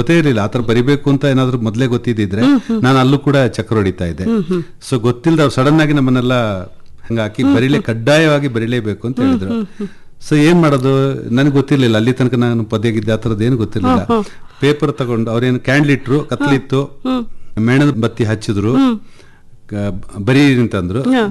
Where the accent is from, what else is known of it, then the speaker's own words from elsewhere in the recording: Koynadu, Karnataka, India; ನಮ್ಮೂರು ಕೊಯನಾಡಿನಲ್ಲಿ, ಅಲ್ಲೂ ಕೂಡ ನಾನು ಶಾಲೆ ಕಲಿತಾ ಇದ್ದೆ.